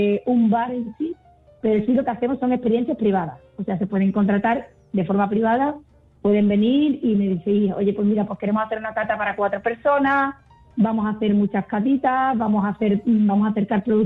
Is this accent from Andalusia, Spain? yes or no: yes; Chipiona, Andalusia, Spain; moved away as an adult; now in Mérida, Spain; yo soy original de Chipiona, de Cal. Llevo aquí en Mérida unos 12 años, conocí a mi marido allí en Chipiona, el que hoy es mi marido, tengo dos hijos pequeños ameritenses